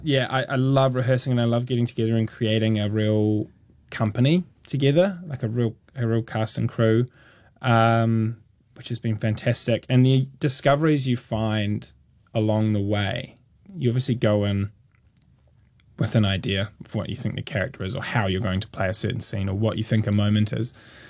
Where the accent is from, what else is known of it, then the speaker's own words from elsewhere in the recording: Christchurch, Canterbury, New Zealand; I'm from Christchurch, but, you know, I have family friends who are farmers, and we spend a lot of our time in, like, rural Otago and places like that.